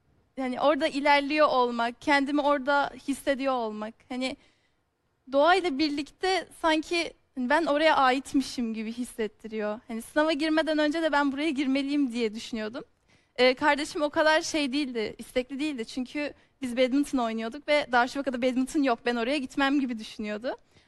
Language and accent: Turkish; Kayseri, Turkey; Kayseriliyiz. Her tatilde de geri dönüyoruz.